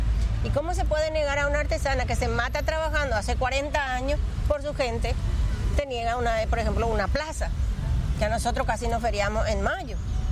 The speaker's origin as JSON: {"language": "Spanish", "town": "Yataity", "region": "Guairá", "country": "Paraguay", "said": "Yo inclusive tengo las mantillas de la Opoí auténtico porque es de mi pueblo, de Yataití."}